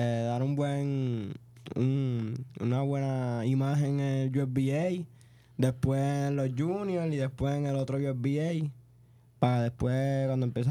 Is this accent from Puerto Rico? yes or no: yes; Manatí, Puerto Rico; Yo soy de Manatí